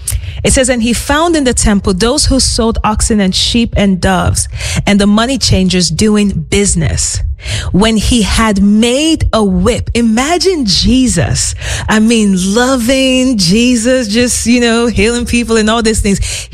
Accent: Nigeria; I grew up in Nigeria, you know, and Africa is no stranger to this.

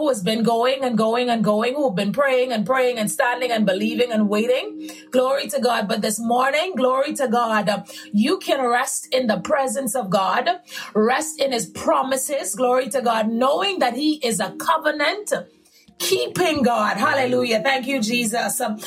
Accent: Bahamas; now in United States; I am from the Bahamas. I was born and raised in the Bahamas, but I reside in America.

